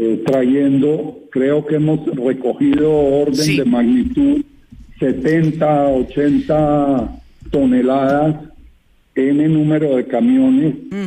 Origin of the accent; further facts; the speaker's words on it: Bogotá, Colombia; moved away as an adult; also born or lived in Venezuela; Yo no soy venezolano por nacimiento, nací en Bogotá, nací, crecí y me eduqué en Bogotá. Me fui a Venezuela por el secuestro de una hermana y en Venezuela me casé y me reproduje.